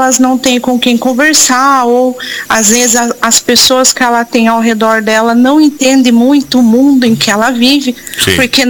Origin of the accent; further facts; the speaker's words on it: Rafard, São Paulo, Brazil; born there; Sou de Rafar.